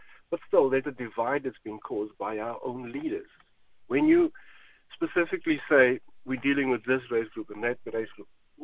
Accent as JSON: {"language": "English", "region": "Eastern Cape", "country": "South Africa", "tie": "born there", "moved": "yes", "lives_now": "Cape Town, South Africa", "said": "I'm originally from the Eastern Cape. I grew up with a black community."}